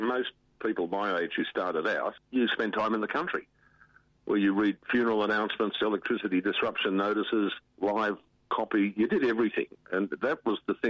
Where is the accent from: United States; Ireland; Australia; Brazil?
Australia; Eastwood, New South Wales; Yeah, I grew up in Eastwood. Our family history goes back to 1801, to a convict … who was sent out here to Australia on a ship